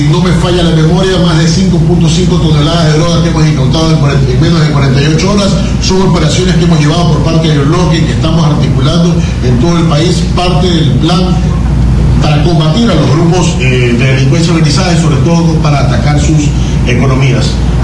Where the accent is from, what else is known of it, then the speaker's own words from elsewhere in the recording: Ecuador; Lo que esperamos nosotros gobierno, como ecuatorianos